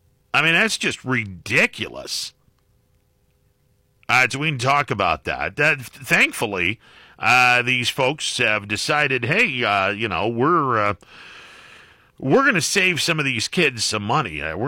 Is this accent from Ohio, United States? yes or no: yes; Mahoning Valley, Ohio, United States; I'm from the Mahoning Valley.